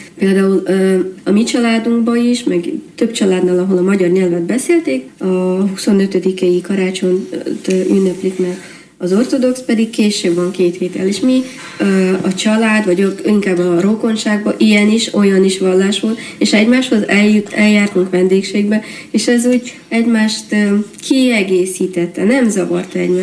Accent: Vynohradiv, Zakarpattia Oblast, Ukraine; first language Hungarian; Szintén születtem Szőlősön, itt is laktam végig. Nagyszőlősi lakos vagyok.

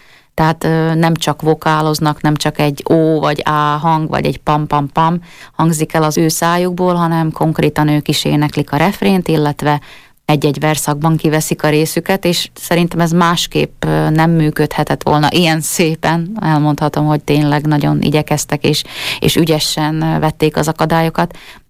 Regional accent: Southern Slovakia, Slovakia; jó magam a felvidéki kislány, vagy felvidéki lány vagyok

